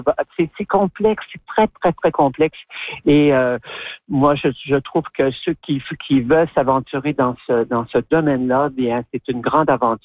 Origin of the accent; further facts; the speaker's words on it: Quebec, Canada; moved away as an adult; Je suis née à Allemagne-Lac-Saint-Jean et que j'y ai vécu jusqu'à l'âge de 19 ans, 20 ans à peu près. Ça fait plus que 45 ans que je suis partie de la région.